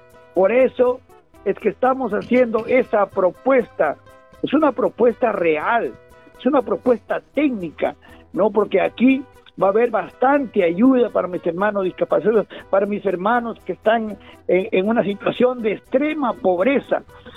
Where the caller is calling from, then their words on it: Olmos, Lambayeque, Peru; Los llevo a mi pueblo de Olmos en mi corazón.